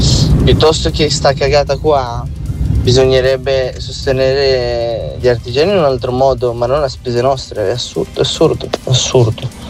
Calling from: Milan, Lombardy, Italy; da Milano

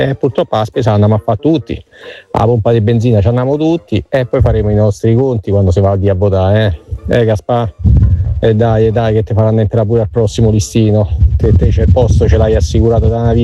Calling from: Rome, Lazio, Italy

